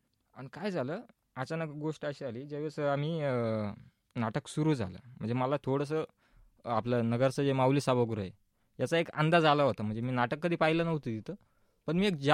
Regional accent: Ahmednagar, Maharashtra, India

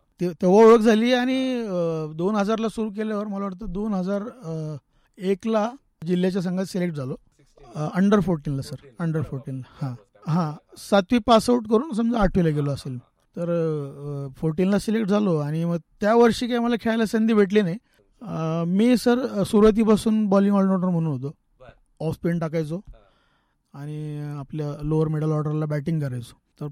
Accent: Bhingar, Maharashtra, India; माझं बालपण भिंगारमध्ये गेलं, माळगल्लीमध्ये।

